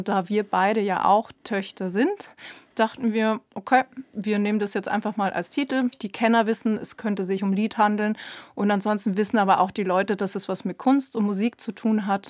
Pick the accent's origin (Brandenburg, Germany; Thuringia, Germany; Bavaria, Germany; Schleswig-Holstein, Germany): Bavaria, Germany; Straubing; moved away; ich bin gebürtige Straubingerin. Ich bin dort aufgewachsen, bin dort groß geworden. Und ich bin da auch einfach immer noch im Herzen daheim und bin da auch grundsätzlich sehr gerne.